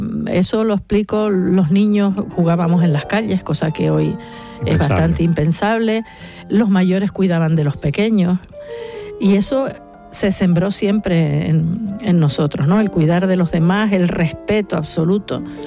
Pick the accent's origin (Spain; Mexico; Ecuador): Spain; San Miguel de Abona, Canary Islands; Soy de San Miguel